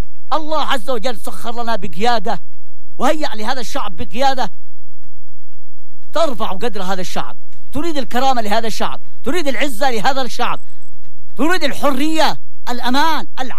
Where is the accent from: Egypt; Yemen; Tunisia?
Yemen